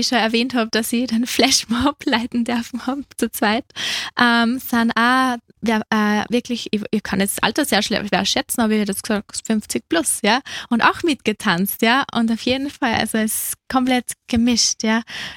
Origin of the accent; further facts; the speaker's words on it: Upper Austria, Austria; weil ich bin doch aus dem Müllviertel und habe da auch, ja, wie soll ich sagen, es sind schon immer eher ältere Leute, wenn man in die Kirche geht. Und die Jugend, ja, bei uns am Land.